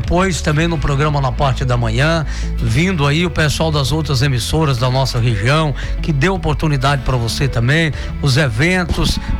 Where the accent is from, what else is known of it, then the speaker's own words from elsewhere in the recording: Alvinópolis, Minas Gerais, Brazil; born there; Alvinópolis, eu nasci em Alvinópolis, conterrâneo de vocês lá, hein?